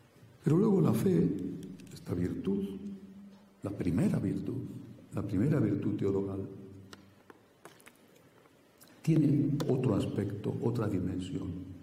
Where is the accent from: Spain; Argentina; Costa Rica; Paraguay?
Spain; Castile; Y en los pueblos, sobre todo de mi tierra, de Castilla, todavía hoy se ven encima de la puerta una frase